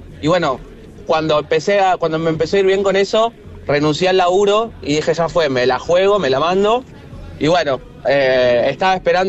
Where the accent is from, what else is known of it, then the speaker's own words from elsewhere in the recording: Villa Gobernador Gálvez, Santa Fe, Argentina; now in Buenos Aires, Argentina; Yo no soy rosarino, gracias también por el espacio para decirlo, porque la gente, claro, dice, ah, sos de Central, sos de Rosario. Y no, soy como un caso medio extraño. Vivo en Buenos Aires, tengo familia en Villa Gobernador Gálvez, que compartí muchísimos años de mi infancia